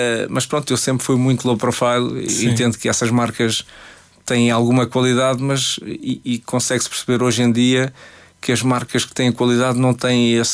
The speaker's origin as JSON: {"language": "Portuguese", "town": "Negrais", "region": "Lisbon", "country": "Portugal", "tie": "born there", "also_born_or_lived": "Loures", "said": "eu saí de Negrais e tive que ir, eu andava numa escola em Pedro Pinheiro Montelavar, que era a secundária, foi só o quinto ano. Depois tive que me mudar para Loures, que já era uma cidade."}